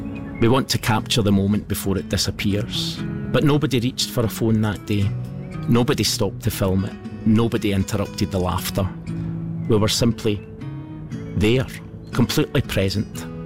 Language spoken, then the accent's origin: English; Scotland, United Kingdom; now in Akrotiri, Cyprus; As a Scotsman, I'm perhaps not necessarily loving the heat, but I think I'm slowly getting used to it.